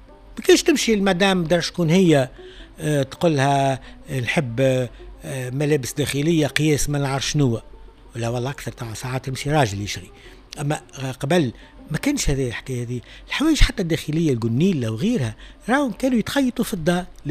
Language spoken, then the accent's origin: Arabic; Tunisia